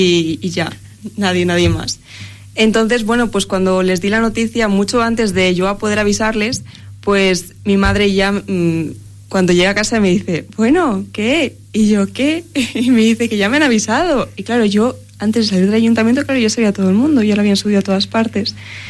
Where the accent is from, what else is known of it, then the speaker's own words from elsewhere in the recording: Medina del Campo, Castile and León, Spain; born there; Si al final Medina, las fiestas de Medina son algo que son únicas y que no es porque sea mi pueblo